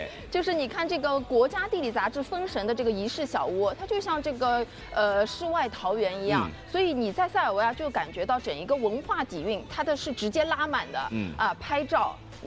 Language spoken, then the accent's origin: Chinese; China; 跟我们中国人也有一个非常深厚的一个故事